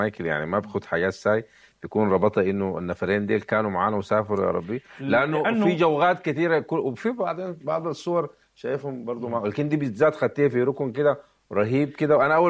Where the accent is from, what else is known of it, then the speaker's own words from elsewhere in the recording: Sudan; إحنا سودانيين